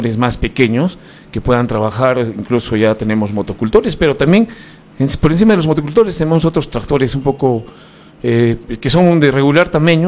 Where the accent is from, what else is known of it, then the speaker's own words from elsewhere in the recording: Lamay, Cusco, Peru; yo he vivido toda mi vida en Lamay, he nacido ahí, he estudiado primaria, vivo ahí todos los fines de semana, la gente me conoce